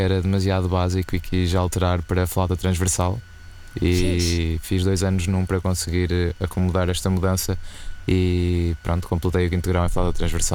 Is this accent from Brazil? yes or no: no; Coimbra, Centro, Portugal; Sim, eu sou cá de Coimbra.